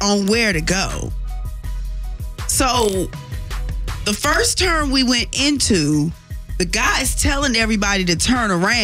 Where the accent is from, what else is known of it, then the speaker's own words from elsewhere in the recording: Winston-Salem, North Carolina, United States; because I'm from Winston